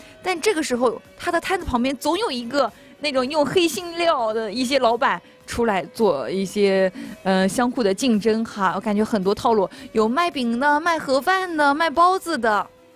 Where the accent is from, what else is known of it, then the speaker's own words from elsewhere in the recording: Guangde, Anhui, China; 我们广德人